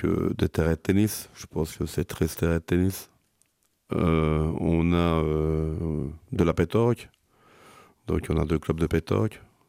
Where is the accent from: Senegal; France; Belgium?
Belgium; Flémalle, Wallonia; j'ai 52 ans, ça fait 52 ans que j'habite à Flémal.